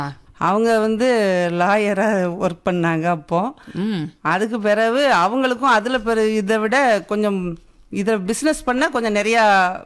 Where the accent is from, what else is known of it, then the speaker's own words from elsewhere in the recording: Vazhavallan, Tamil Nadu, India; Vazhavallan.